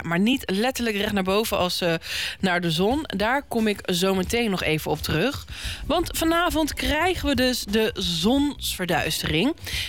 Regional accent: The Hague, South Holland, Netherlands; als Hagenezen, kunnen gewoon lekker hier de duinen in.

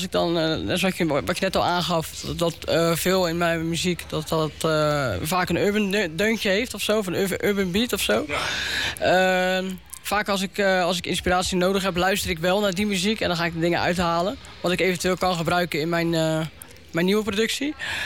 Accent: Zwijndrecht, South Holland, Netherlands; Ik ben eigenlijk opgegroeid in Zwijndrecht, in Zuid-Holland.

